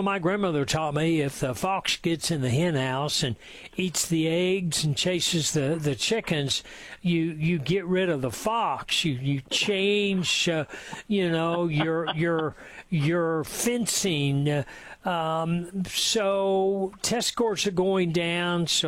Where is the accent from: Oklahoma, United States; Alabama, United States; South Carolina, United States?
Oklahoma, United States; I'm from Oklahoma